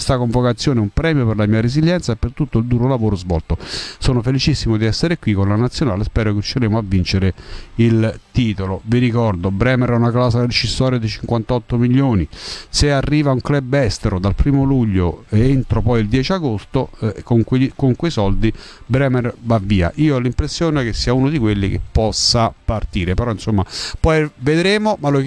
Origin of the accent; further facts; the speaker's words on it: Abruzzo, Italy; Da buon abruzzese insisto fino a quando tu, certo.